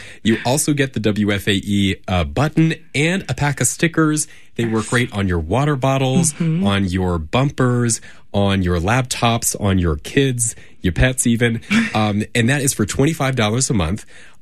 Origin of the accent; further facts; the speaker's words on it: Charlotte, North Carolina, United States; And actually, I grew up in Charlotte, so this station is very near and dear